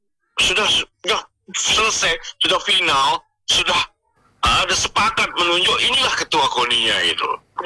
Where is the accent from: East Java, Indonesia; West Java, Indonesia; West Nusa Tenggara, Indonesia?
West Nusa Tenggara, Indonesia; saya sebagai orang NTB